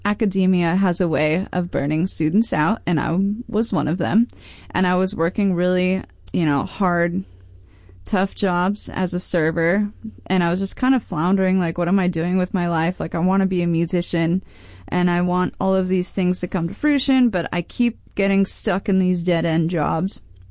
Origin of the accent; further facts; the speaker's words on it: Michigan, United States; growing up in Michigan, we were Michigan fans. We were Michigan Wolverines.